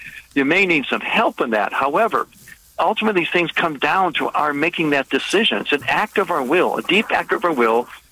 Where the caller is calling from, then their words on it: Chicago, Illinois, United States; I'm driving home. I'm just driving back to Chicago.